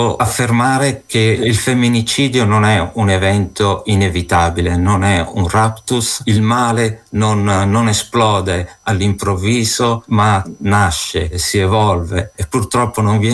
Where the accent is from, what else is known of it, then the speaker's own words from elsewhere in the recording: Milan, Lombardy, Italy; also born or lived in Torre del Greco; Sono nato a Torre del Greco, ma ho sempre vissuto a Milano.